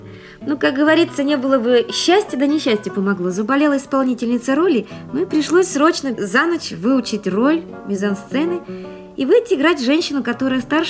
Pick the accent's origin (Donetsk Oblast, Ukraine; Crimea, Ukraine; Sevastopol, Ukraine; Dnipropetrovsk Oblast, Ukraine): Dnipropetrovsk Oblast, Ukraine; Kryvyi Rih; я сама родом из Кривого Рога